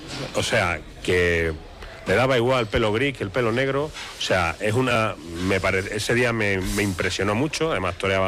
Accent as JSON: {"language": "Spanish", "town": "Seville", "region": "Andalusia", "country": "Spain", "said": "Yo soy sevillano."}